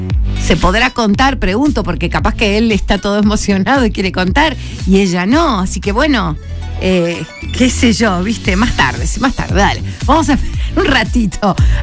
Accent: Punta Alta, Buenos Aires Province, Argentina; Muy bien, allá nos vamos. Para mi pueblito.

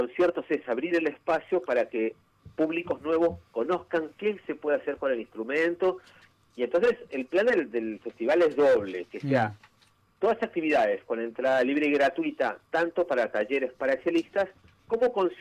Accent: Peru; now in Argentina; yo vengo hace años ya acá en la Argentina, me radiqué, yo soy de Perú

